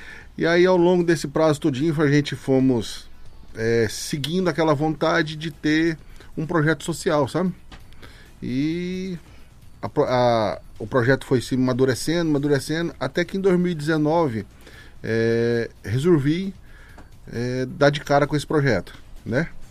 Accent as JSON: {"language": "Portuguese", "region": "Goiás", "country": "Brazil", "moved": "as an adult", "lives_now": "Boa Vista, Brazil", "said": "Vim do Goiás, sou goiano, né? E cheguei aqui em Boa Vista em 2002, cheguei em Boa Vista, né? Vim a trabalho e aí resolvi e fiquei por aqui mesmo."}